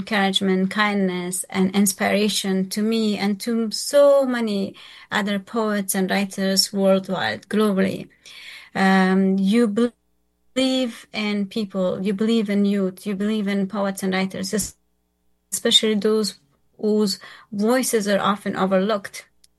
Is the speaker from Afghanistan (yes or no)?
yes; Afghanistan; now in Virginia, United States; I'm originally from Afghanistan, and I am a U.S. citizen right now.